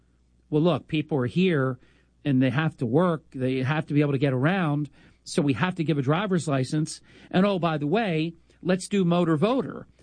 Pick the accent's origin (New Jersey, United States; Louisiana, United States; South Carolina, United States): New Jersey, United States; the thousands of non-citizens that are eligible to vote in my home state of New Jersey.